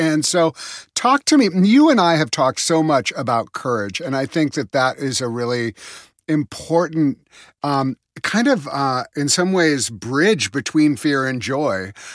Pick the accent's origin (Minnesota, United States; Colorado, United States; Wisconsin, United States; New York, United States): Wisconsin, United States; Madison; I grew up in Madison, Wisconsin, you know, we were all commies there